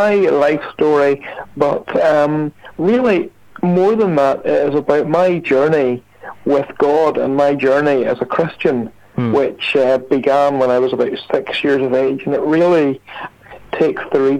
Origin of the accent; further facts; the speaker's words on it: Ballymena, Northern Ireland, United Kingdom; my home church, which is Victory Praise Community Church, which is in my hometown of Ballymena.